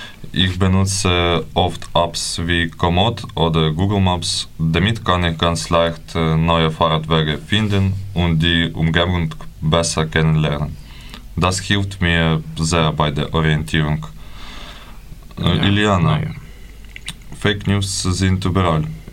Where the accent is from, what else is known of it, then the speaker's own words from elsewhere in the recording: Ukraine; now in Nordhausen, Germany; Hallo zusammen … ich komme aus der Ukraine. Seit 3 Jahren lebe ich nun schon in Nordhausen.